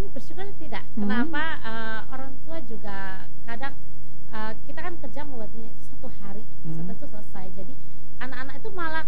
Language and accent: Indonesian; Batu, East Java, Indonesia; now in Alor, Indonesia; memang betul saya bukan asli Alor. Saya asli dari Kota Batu, dari Kota Malang